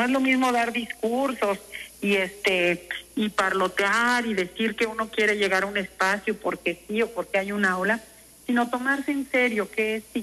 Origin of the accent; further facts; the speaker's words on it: Uruapan, Michoacán, Mexico; un desayuno con mujeres en Uruapan, que me invitan muchas amigas que tengo en mi ciudad natal.